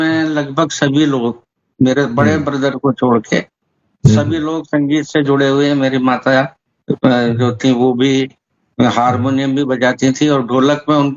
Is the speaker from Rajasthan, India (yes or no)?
yes; Kota, Rajasthan, India; also born or lived in Jhalrapatan, Jhalawar / Sawai Madhopur; उस समय वहाँ माधोपुर था, सवाई माधोपुर, तो वहां से मैंने पहली क्लास तो वहां से की। उसके बाद हम लोग कोटा ट्रांसफर हो गया पिताजी का, और उसके बाद हमेशा कोटा में ही रहे, सारी शिक्षा कोटा में ही हुई है मेरी।